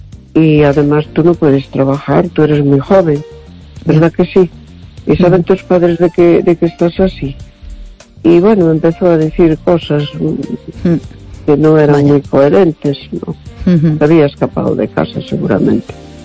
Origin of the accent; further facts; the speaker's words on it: A Coruña, Galicia, Spain; Hola, buenas noches. … de La Coruña.